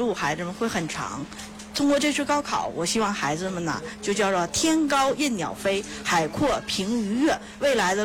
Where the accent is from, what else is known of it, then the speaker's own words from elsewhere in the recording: Northeast China, China; 这位作为一个东北人啊，咱格局大一点